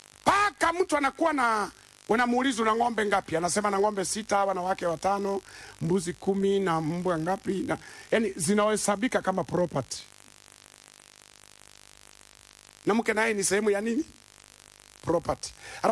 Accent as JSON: {"language": "Swahili", "region": "Mbeya", "country": "Tanzania", "said": "Sisi kule kwetu Mbeya kuna mambo ya ajabu sana."}